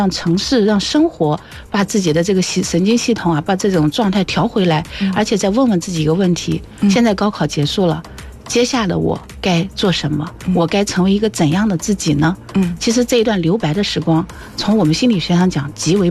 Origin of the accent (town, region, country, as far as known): China